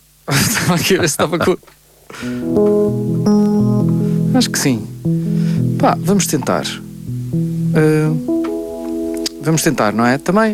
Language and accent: Portuguese; Coimbra, Centro, Portugal; primeira apresentação deste álbum foi em Coimbra, São Francisco, no Convento de São Francisco, uhum. na minha cidade natal.